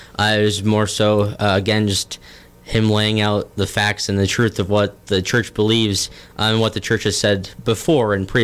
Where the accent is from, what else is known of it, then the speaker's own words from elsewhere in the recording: Billings, Montana, United States; born there; also from Billings, to Billings Central Catholic High School.